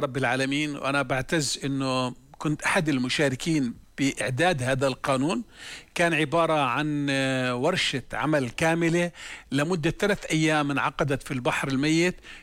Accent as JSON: {"language": "Arabic", "country": "Jordan", "said": "عندنا بالأردن"}